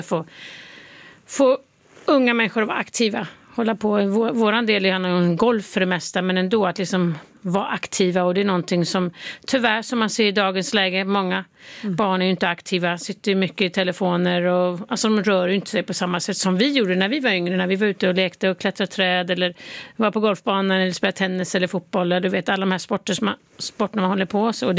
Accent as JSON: {"language": "Swedish", "country": "Sweden", "lives_now": "United States", "said": "Ja, jag är fortfarande svensk medborgare. Det måste jag ta dem. Barnen är ju svensk medborgare också, så jag försöker hålla den kontakten."}